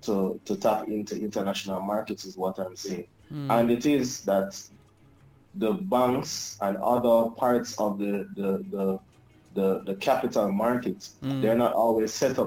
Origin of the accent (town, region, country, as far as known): Jamaica